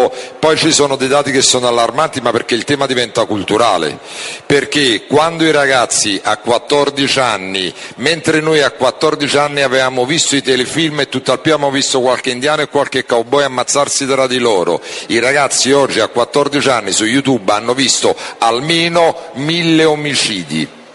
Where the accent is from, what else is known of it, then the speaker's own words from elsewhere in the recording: Campania, Italy; io sono campano